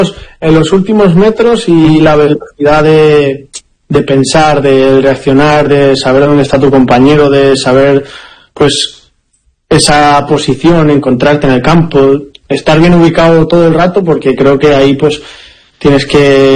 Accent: Barcelona, Catalonia, Spain; moved away; yo soy más de Barcelona.

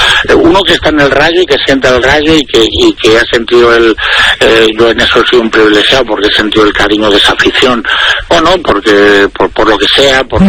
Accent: Valladolid, Castile and León, Spain

